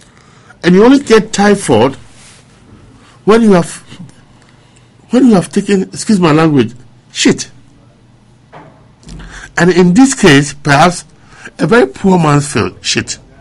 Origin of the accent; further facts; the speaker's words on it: Ghana; moved away; I'll be heading towards my hometown, Sutra.